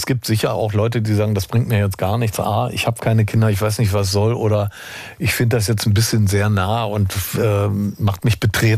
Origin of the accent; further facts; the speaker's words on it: England, United Kingdom; now in Germany; Und ich als auch Engländer will meinem Sohn natürlich auch was von unseren Wurzeln mitgeben.